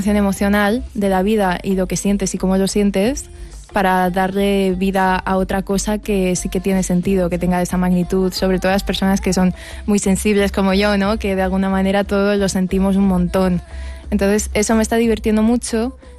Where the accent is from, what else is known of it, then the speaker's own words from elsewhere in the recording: Barcelona, Catalonia, Spain; also born or lived in Castell de Cabra, Teruel; yo nací y me he criado en Barcelona, pero el campo es el campo de mi pueblo, que el pueblo es Castell de Cabra, en Teruel.